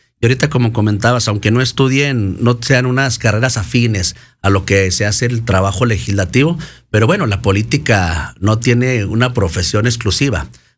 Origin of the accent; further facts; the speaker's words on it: Chihuahua, Mexico; ya por Ciudad Juárez, por mi tierra, centro sur de la ciudad, Parral, de todo el estado de Chihuahua.